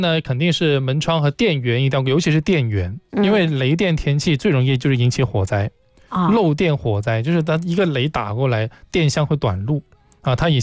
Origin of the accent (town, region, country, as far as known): Guangdong, China